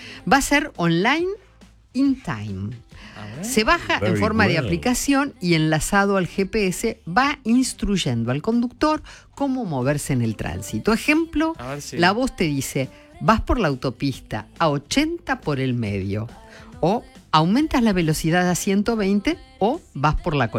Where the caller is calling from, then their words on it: Buenos Aires, Argentina; de Saavedra.